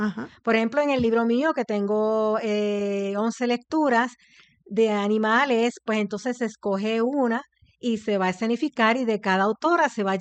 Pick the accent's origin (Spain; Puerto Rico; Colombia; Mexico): Puerto Rico; Sí, pues somos 6 autoras puertorriqueñas.